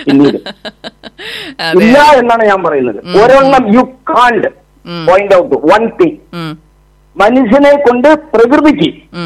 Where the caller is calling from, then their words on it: Kanjikode, Kerala, India; Kanjikode